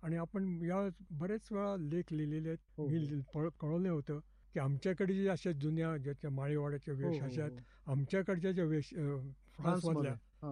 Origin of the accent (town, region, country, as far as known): Ahmednagar, Maharashtra, India; moved away as an adult; now in France